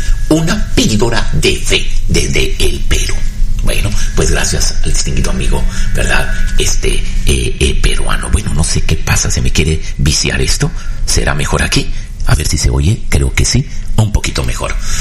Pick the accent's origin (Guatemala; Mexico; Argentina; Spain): Mexico; Valle Hermoso, Tamaulipas; moved away; soy un vallehermosense que amo mi pueblo.